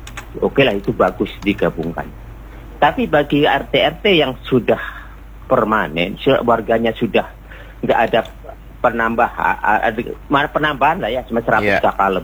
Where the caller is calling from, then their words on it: Tanjungpinang, Riau Islands, Indonesia; Jadi saya kan Melayu Kota Piring ini